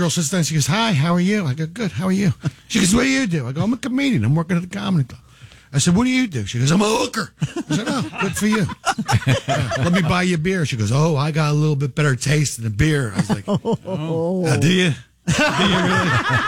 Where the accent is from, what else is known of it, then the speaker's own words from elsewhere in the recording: Philadelphia, Pennsylvania, United States; First off, I'm from Philly, all right?